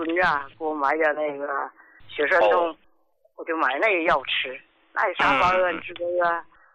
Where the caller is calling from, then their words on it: Qinhuangdao, Hebei, China; 我是秦皇岛的患者啊